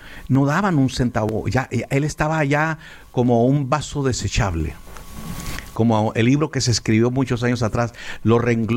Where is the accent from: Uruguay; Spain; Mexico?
Mexico; Ciudad Juárez, Chihuahua; moved away as an adult; now in Dallas, United States; Yo le digo al doctor, claro, que yo soy de Ciudad Juárez, Chihuahua, nacido y criado o malcriado ahí, pero por muchos años, más de 48 años, he vivido en Estados Unidos, en Dallas, Texas.